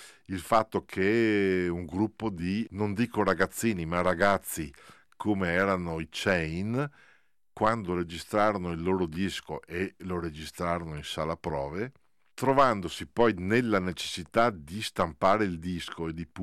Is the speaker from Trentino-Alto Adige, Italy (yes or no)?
yes; Merano, Trentino-Alto Adige, Italy; perché sono di Merano